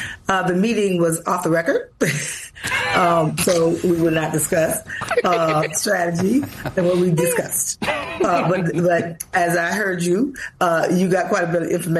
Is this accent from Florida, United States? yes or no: yes; Florida, United States; I'm from Florida